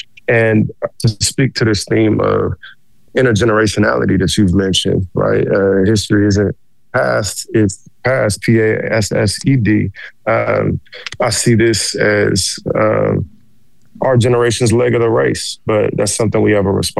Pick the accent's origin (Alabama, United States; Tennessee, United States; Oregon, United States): Oregon, United States; Portland; I'm born and raised in Inner Northeast Portland. I grew up right off Martin Luther King Jr. Boulevard and Alberta, in the heart of what was a not just historically Black neighborhood, but a neighborhood that was Black in the present tense.